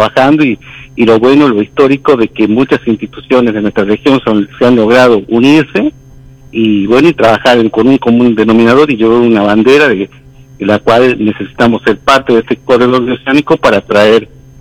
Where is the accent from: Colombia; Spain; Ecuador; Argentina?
Argentina